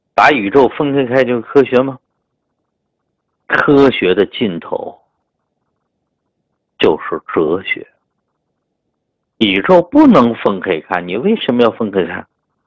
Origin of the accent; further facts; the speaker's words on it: China; 所以我们中国人记自己的生辰